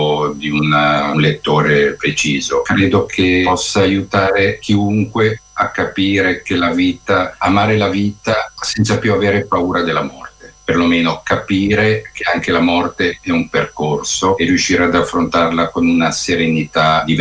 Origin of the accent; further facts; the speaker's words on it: Milan, Lombardy, Italy; born there; Io sono di Milano e sono nato a Milano.